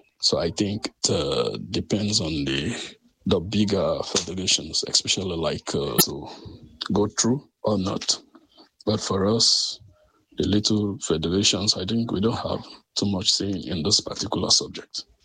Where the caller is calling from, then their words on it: Bo, Southern Province, Sierra Leone; I'm calling from Bull City, Southern Sierra Leone.